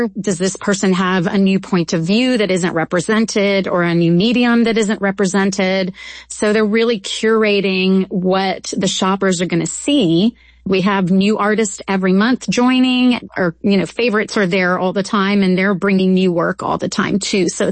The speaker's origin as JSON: {"language": "English", "town": "Baton Rouge", "region": "Louisiana", "country": "United States", "tie": "born or raised there", "also_born_or_lived": "New York", "moved": "as an adult", "said": "my husband got an incredible job opportunity in Baton Rouge, which is my hometown and where I grew up."}